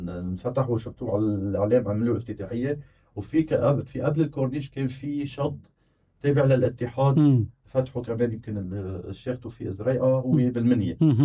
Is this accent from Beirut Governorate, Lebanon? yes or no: no; Bhannine, North Governorate, Lebanon; مدخل ضيعتنا